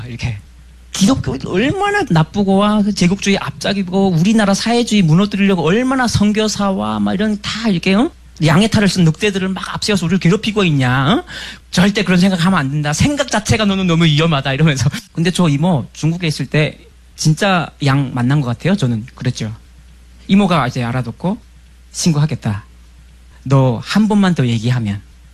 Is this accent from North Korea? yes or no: yes; North Korea; 결말을 못 보고 저는 다시 탈북을 했습니다. 그리고 이제 2003년 11월에 또 잡혔죠.